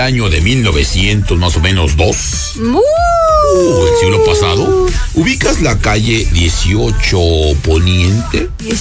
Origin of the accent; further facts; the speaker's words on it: Puebla, Mexico; como buenos mexicanos y poblanos que somos